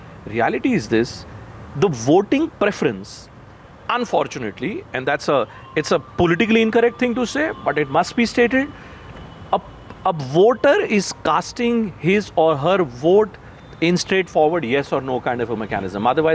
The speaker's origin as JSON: {"language": "English", "region": "Hindi heartland", "country": "India", "said": "both Rahul and I come from the Hindi heartland"}